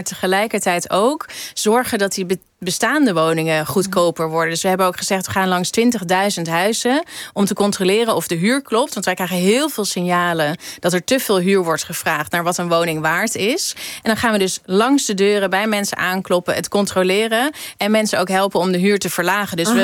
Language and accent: Dutch; Amsterdam, North Holland, Netherlands; Want hoe krijgen wij als Amsterdammers weer meer macht over die woningmarkt?